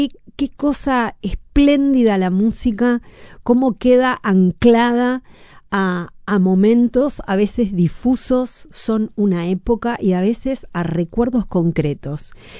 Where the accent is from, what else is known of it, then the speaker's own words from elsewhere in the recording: Buenos Aires, Argentina; born there; yo vivo en Tamborín entre Capdevila y Colodrero.